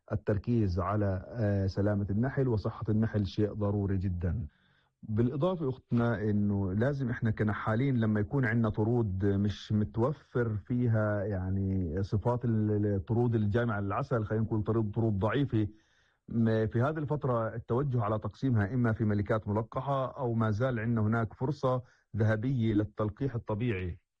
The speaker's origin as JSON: {"language": "Arabic", "country": "Palestine", "said": "عندنا في فلسطين"}